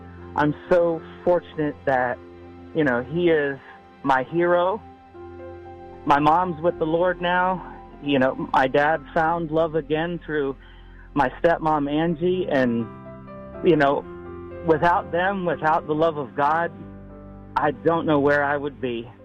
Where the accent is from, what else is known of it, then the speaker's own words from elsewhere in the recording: Fort Myers, Florida, United States; I go to Fort Myers, my hometown. I got to have dinner with my dad